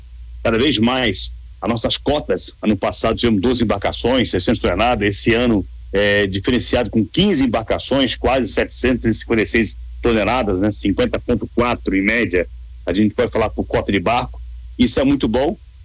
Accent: Itajaí, Santa Catarina, Brazil; Nós somos da Capital Nacional da Pesca

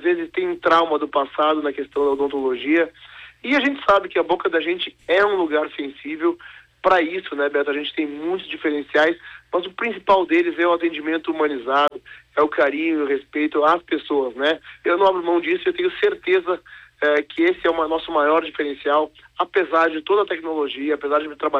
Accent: Brazil; born there; Brasileiro, eu sou brasileiro nato, né?

